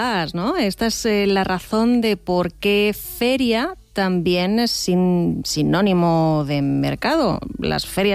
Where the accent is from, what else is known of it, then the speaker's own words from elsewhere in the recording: Badajoz, Extremadura, Spain; a la feria de Badajoz, que es la feria de San Juan, a finales de junio, que es mi tierra.